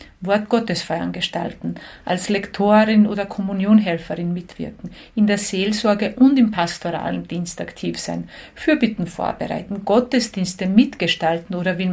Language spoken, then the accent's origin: German; Đakovo, Osijek-Baranja County, Croatia; Genau in Jakowo, in meinem Heimatort, ist ja das älteste Lipizzanergestüt der Welt. Und da bin ich täglich reiten gegangen. Und ich sage auch, in der Kriegszeit, wo ich in der Schule war und so, war ich jeden Tag am im Reitgestüt.